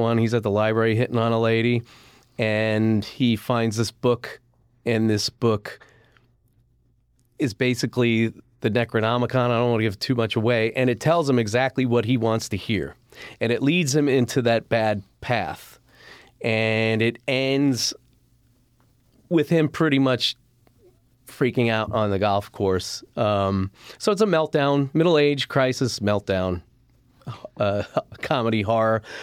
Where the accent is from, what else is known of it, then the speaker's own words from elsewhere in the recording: Florida, United States; we're from Florida, so never been out to this side of the country